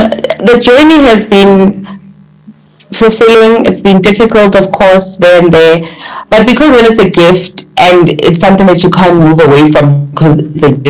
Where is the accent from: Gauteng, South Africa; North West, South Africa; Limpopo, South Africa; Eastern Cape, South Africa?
Gauteng, South Africa; Johannesburg; I grew up in Johannesburg